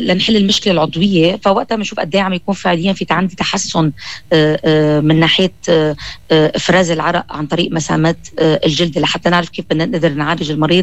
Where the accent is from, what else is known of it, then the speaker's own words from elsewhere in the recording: Lebanon; عندنا بلبنان